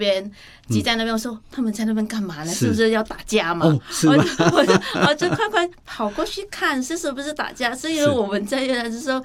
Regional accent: Vietnam; Chinese is a second language; now in Taiwan; 是因为我们越南人是比较喜欢吃辣和酸的食物

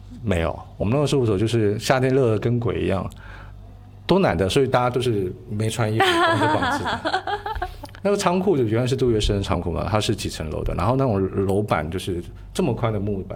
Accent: Taiwan; 不会因为是我来自台湾

